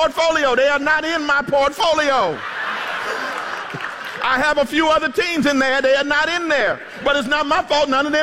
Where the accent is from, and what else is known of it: Philadelphia, Pennsylvania, United States; born or raised there; now in California, United States